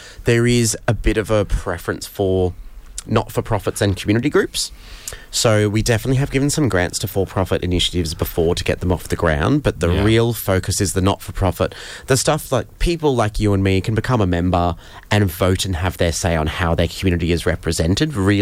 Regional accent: Australia; Well, they are if you learn how to say, I don't speak French, I'm Australian.

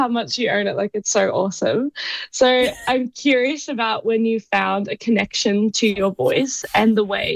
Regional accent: Australia; As an Australian

